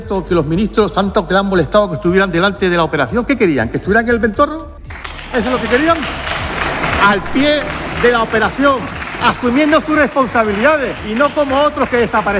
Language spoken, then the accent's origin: Spanish; Canary Islands, Spain; Y me duele, como canario, que el presidente del Gobierno de Canarias